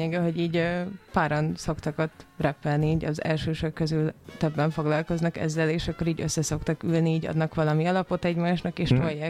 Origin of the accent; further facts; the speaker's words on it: Miskolc, Borsod-Abaúj-Zemplén, Hungary; Miskolcra. Helyő Csabán nőttem fel, de sokat voltam az Avason.